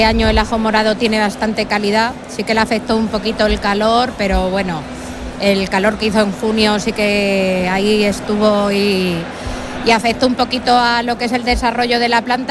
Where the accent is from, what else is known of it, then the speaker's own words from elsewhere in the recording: Las Pedroñeras, Castilla-La Mancha, Spain; somos autóctonos de Las Pedroñeras